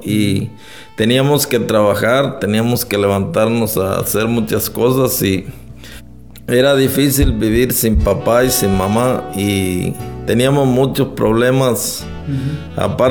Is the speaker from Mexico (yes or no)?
yes; Jalisco, Mexico; Yo vengo del estado de Jalisco, México, de la sierra. Yo viví con mis papás hasta la edad de 6 años.